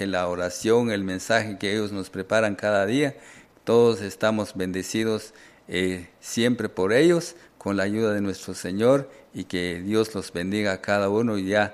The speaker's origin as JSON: {"language": "Spanish", "town": "San Juan Comalapa", "region": "Chimaltenango", "country": "Guatemala", "said": "vengo de San Juan, Comalapa. En la iglesia que asisto, ahí en la iglesia Betlehem Centroamericana."}